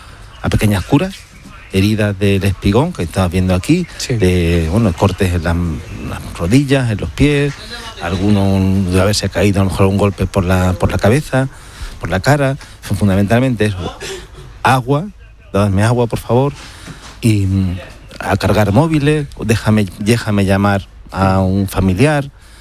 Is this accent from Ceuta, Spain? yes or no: yes; Ceuta, Spain; yo como soy de Ceuta y me siento muy de Ceuta